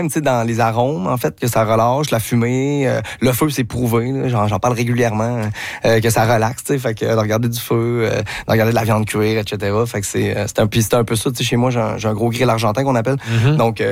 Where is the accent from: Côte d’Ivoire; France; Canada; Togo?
Canada; Quebec; au Québec, nous autres